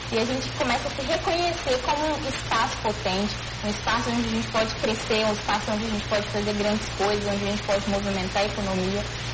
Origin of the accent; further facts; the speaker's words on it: Minas Gerais, Brazil; now in Pernambuco, Brazil; eu, por exemplo, sou de favela, né, sou de uma favela de Minas Gerais, estou aqui em Pernambuco.